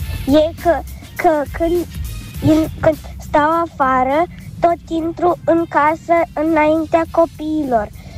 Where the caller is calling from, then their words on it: Iași, Iași County, Romania; din Iași. Am 6 ani.